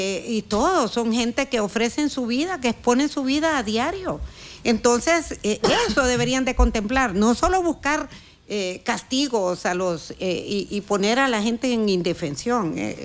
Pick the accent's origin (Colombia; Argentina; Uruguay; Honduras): Honduras; Lo digo como hondureña, lo digo como ciudadana, como empresaria.